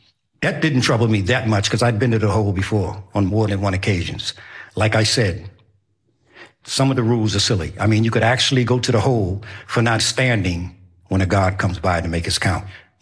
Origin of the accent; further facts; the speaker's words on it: Boston, Massachusetts, United States; I'm 71 years old, born and raised in Boston, 1 of 10 children.